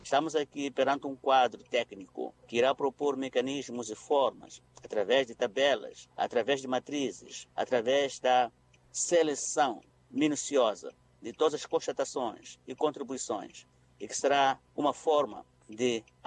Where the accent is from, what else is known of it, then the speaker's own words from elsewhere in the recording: Mozambique; nós, duravante, como moçambicanos